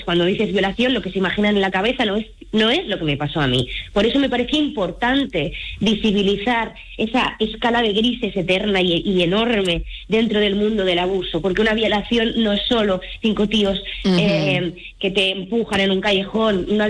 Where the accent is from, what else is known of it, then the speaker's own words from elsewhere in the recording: Barcelona, Catalonia, Spain; Y entonces yo soy de Barcelona y me tuve que ir a Madrid